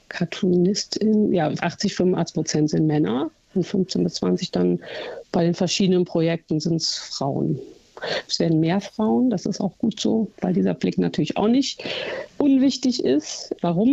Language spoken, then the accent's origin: German; Eifel, Germany; Ja, also ich komme nun mal aus der Eifel. Das lässt sich auch nicht leugnen. Das hört man vielleicht auch manchmal, wenn ich ein bisschen schneller spreche hier an meinem Dialekt.